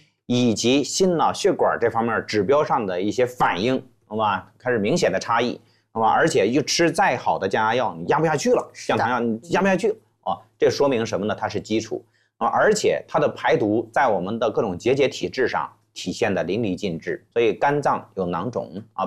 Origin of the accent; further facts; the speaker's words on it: China; 我们作为一个中国人来讲的话，华夏儿女确实是很自豪。